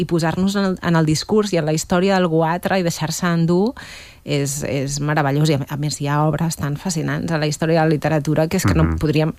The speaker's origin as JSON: {"language": "Catalan", "town": "Mollet del Vallès", "region": "Catalonia", "country": "Spain", "tie": "born or raised there", "also_born_or_lived": "Granollers / Sant Fost de Campsentelles", "said": "jo vaig créixer a Mollet, escola a Mollet"}